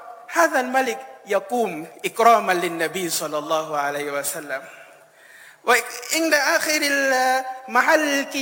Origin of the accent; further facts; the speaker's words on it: Thailand; بلادنا تايلاند